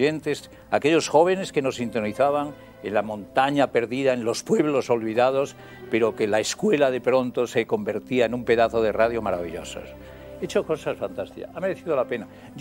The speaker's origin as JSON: {"language": "Spanish", "town": "Ponferrada", "region": "Castile and León", "country": "Spain", "tie": "born or raised there", "moved": "yes", "said": "el equipo de fútbol de mi pueblo, de la Ponferradina"}